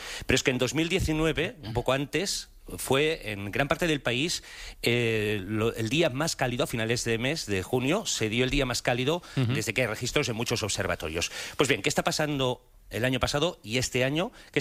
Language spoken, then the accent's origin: Spanish; Barcelona, Catalonia, Spain; Mira, yo hace años me fui de Barcelona a vivir en un sitio del interior de Barcelona